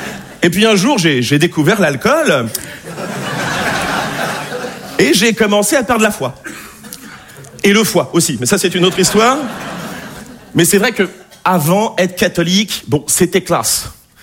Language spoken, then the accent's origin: French; Nouvelle-Aquitaine, France; Je viens d'un petit village de Charente, de 300 habitants, et je sais ce que vous vous dites sur la Charente.